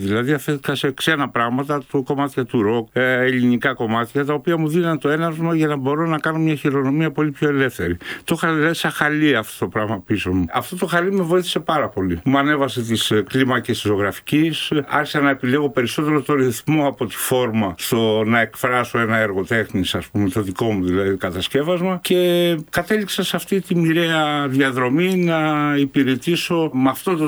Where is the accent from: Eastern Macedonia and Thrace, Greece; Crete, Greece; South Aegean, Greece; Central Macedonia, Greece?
Crete, Greece; Neapoli; also born or lived in Heraklion; Η πόλη που μεγαλώνει είναι η Νεάπολη. Γεννήθηκα στο Ηράκλειο, αλλά μεγάλωσα στη Νεάπολη και η καταγωγή του πατέρα μου είναι από τον Τζερμιάδο, από το μόνιμο χωριό.